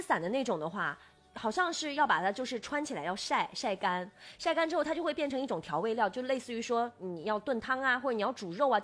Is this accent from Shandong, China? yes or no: no; Inner Mongolia, China; 因为我是内蒙古人嘛，